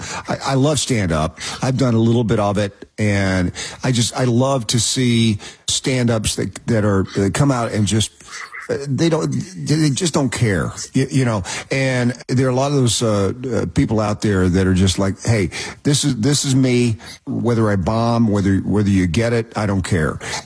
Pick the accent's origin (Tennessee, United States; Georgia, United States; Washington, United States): Tennessee, United States; Knoxville; she lives in my hometown of Knoxville, Tennessee.